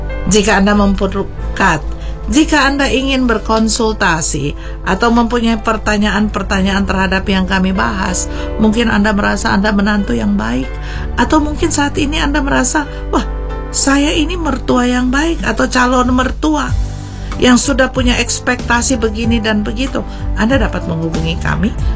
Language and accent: Indonesian; Indonesia; Kami orang Indonesia, kami orang Asia